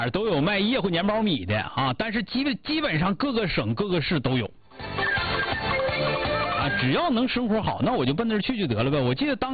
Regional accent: Northeast China, China

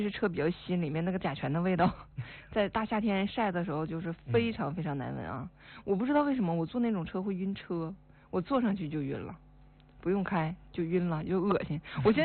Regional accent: Taonan, Jilin, China; moved away; 因为桃南我家那面温度这么高

